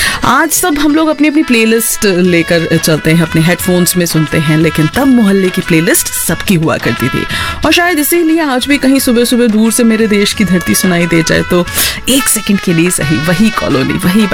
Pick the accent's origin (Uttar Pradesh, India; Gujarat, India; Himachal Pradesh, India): Uttar Pradesh, India; Kanpur; moved away; हमारे कानपुर में